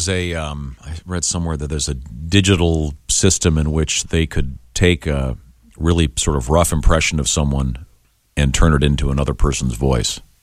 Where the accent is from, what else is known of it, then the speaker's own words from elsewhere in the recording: Shaker Heights, Ohio, United States; Well, I wanted to touch on the news desk, a story from my hometown.